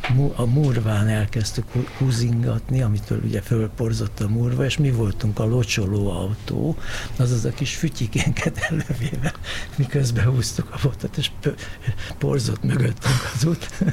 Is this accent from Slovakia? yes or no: no; Budapest, Hungary; én 48-ban az Akteleki utcába születtem bele, mint utcába, és az a vidék, tehát a Tisza-Kálmán tér és környéke